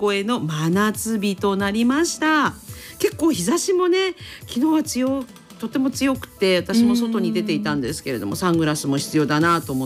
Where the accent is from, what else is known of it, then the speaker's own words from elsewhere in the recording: Kanazawa, Ishikawa, Japan; born there; 私はあの金沢生まれだったので